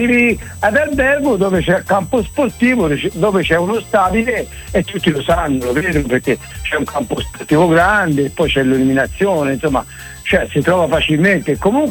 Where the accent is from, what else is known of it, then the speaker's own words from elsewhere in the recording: Civitella in Val di Chiana, Tuscany, Italy; Noi lo chiamiamo osho perché l'osho è un po' del nostro dialetto